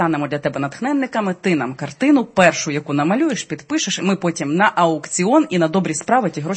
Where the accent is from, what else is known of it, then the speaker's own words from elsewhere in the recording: Volyn Oblast, Ukraine; Ти знаєш, що я з Волині.